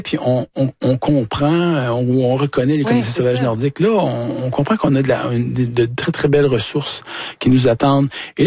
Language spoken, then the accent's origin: French; Saint-Ambroise-de-Cuillère, Quebec, Canada; J'ai commencé dans notre boisé, là, adjacent au verger d'Arbranois chez nous, à Saint-Ambroise-de-Cuillère.